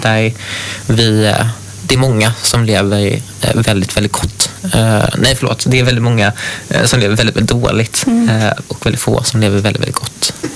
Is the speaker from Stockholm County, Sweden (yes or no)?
yes; Sollentuna, Stockholm County, Sweden; also born or lived in Södertälje / Gothenburg; now in Trollhättan, Sweden; Jag är född i Södertälje och flyttade sen med familj till Sollentuna i Stockholm. Sen har vi pendlat mellan Stockholm och Göteborg under många år